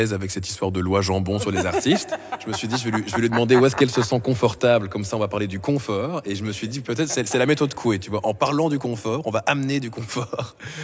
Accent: Brussels, Brussels-Capital Region, Belgium; on vient de Bruxelles, en Belgique.

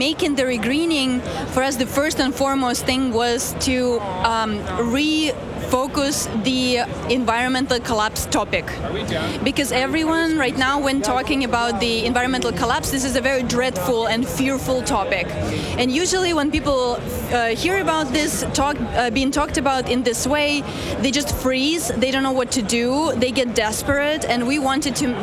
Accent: Czechia; English is a second language; I come from Czech Republic, and just to share a little bit, we have a part of land which is currently being transformed into a desert

